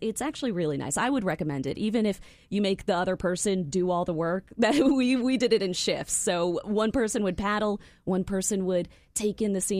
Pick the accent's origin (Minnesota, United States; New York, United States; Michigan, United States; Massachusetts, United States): New York, United States; I'm actually from Long Island. That's my hometown, home stopping grounds. Right. And yeah, the South Shore of Nassau County, it has seen me.